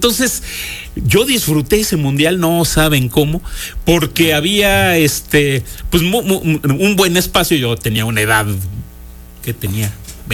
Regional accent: Mexico; nosotros como mexicanos

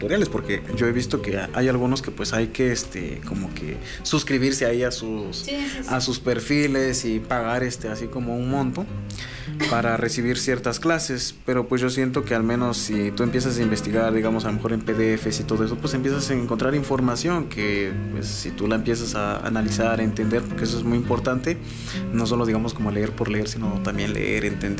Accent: Mexico; doy gracias de ser de Santana, pertenecer a Santana

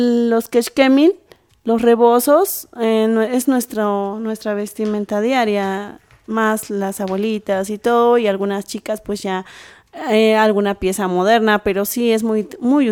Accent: Mexico; nuestra cultura como mexicanos

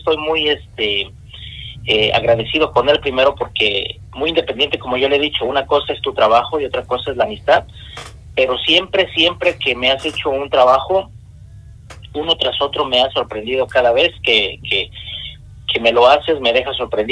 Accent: Acatlán de Osorio, Puebla, Mexico; moved away; aunque yo soy de Acatlán de Osorio, pero yo salí hace muchos años de allá.

